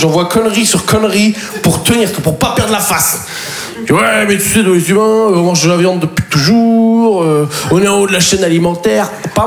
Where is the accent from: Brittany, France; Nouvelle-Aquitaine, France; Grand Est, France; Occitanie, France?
Nouvelle-Aquitaine, France; Poitiers; Savoir que moi, en plus, je viens de Poitiers. Donc, faut s'occuper. Tu peux pas aller au Futuroscope 5 fois par semaine.